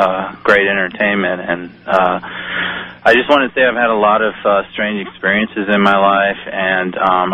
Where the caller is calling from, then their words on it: Austin, Texas, United States; I'm calling from Austin, Texas.